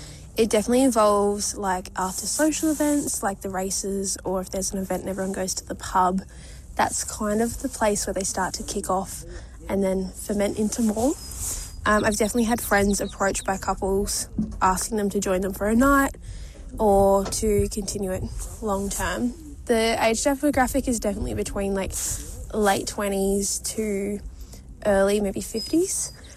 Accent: Australia; I grew up in a very rural, remote town

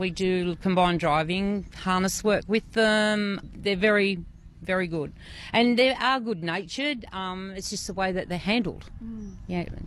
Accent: Gunnedah, New South Wales, Australia; I'm from Gunnedah, and been breeding miniature ponies for about 30 years.

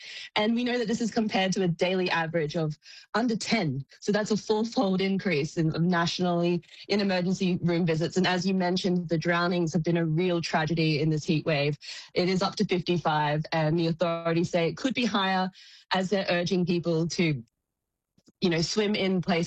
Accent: Queensland, Australia; I'm not just from Queensland. I'm from central Queensland.

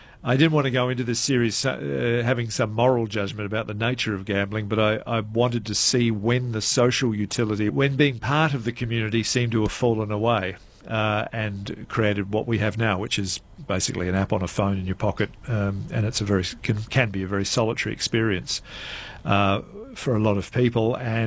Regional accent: South Australia, Australia; I'm from South Australia, and those machines just were not known, only by legend.

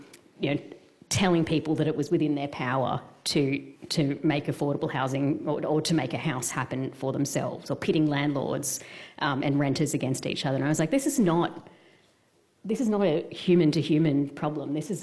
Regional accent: Sydney, New South Wales, Australia; I've been a long-term renter for a very long time, and I am from Sydney, which is sort of the epicenter of the housing crisis, if you like.

